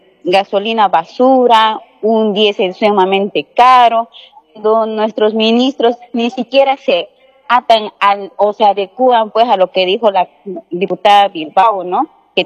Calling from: Santa Cruz, Bolivia; aquí en la zona norte de Santa Cruz, lo que es Cuatro Cañadas, Minero, Saavedra

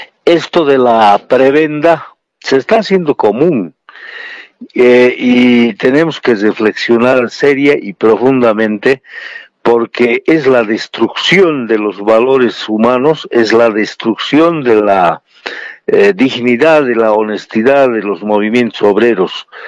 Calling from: Cochabamba, Bolivia; de Cochabamba.

